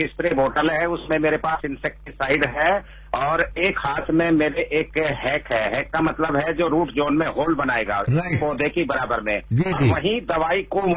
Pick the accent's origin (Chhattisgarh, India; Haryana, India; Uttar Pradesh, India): Uttar Pradesh, India; और मैं डिस्ट्रिक्ट बागपत का रहने वाला हूँ।